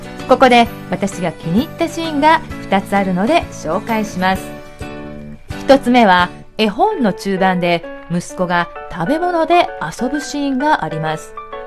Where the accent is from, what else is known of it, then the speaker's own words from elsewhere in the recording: Kansai, Japan; accent: Kansai dialect; 関西人としてとても嬉しく